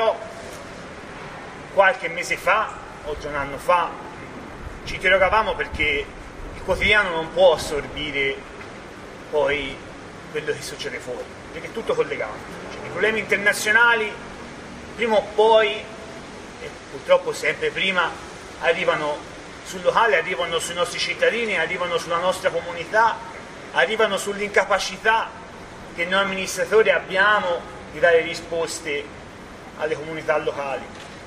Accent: Vicchio, Tuscany, Italy; Siamo di Vicchio. Il mio comune fa parte della rete per gli enti locali dei diritti del popolo palestinese.

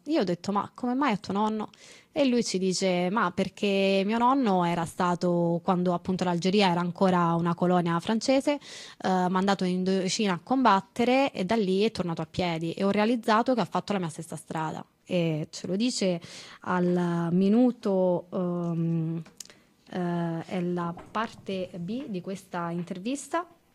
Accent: Calabria, Italy; born there; now in Prato, Italy; io oggi sono a Firenze, ma abito a Prato, ma sono nata in Calabria

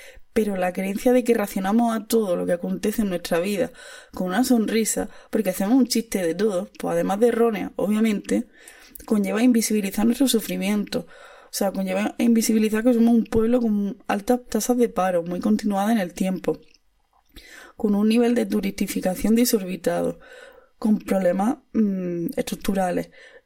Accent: Andalusia, Spain; entonces una explicación de cómo se vive en Andalucía siendo tú andaluza es frustrante, la verdad.

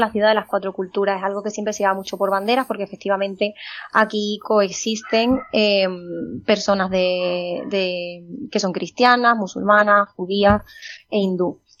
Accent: Spain; De aquí somos españoles, somos una ciudad española como cualquier otra

